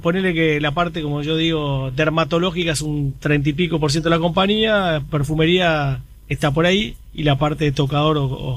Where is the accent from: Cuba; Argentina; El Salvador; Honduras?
Argentina; moved away as an adult; now in Uruguay; pero estoy viviendo hace 10 años y ya soy rioplatense.